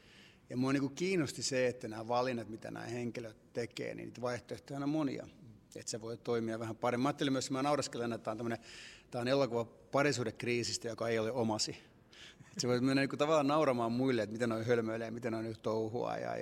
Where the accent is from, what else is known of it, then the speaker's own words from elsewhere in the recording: Cyprus; nimenomaan Kreikkaan, koska olen Kyprokset kotoisin ja ollut Kyproksella häissä.